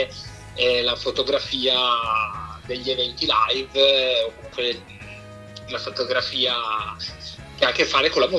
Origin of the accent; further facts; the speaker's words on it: Turin, Piedmont, Italy; moved away as an adult; now in Milan, Italy; sono originario di Torino ma ormai vivo a Milano da una decina d'anni